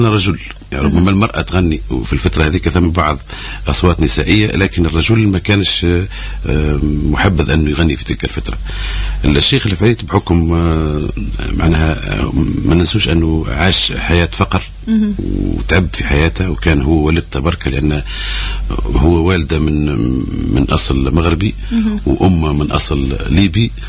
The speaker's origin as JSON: {"language": "Arabic", "country": "Tunisia", "said": "الأسلوب اللي موجود عندنا في جنوبنا الشرقي،"}